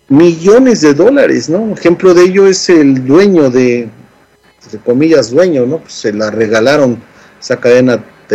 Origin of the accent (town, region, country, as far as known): Mexico; now in United States